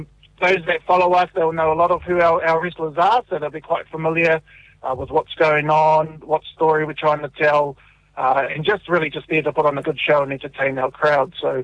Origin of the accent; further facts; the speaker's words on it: Whanganui, Manawatū-Whanganui, New Zealand; You think of, we come from Whanganui, and then you've got New Plymouth in between.